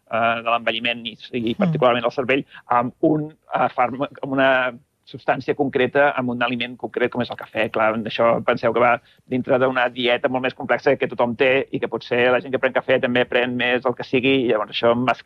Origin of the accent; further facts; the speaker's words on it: England, United Kingdom; Catalan is a second language; Jo sóc anglès, jo sempre faig... prenc te.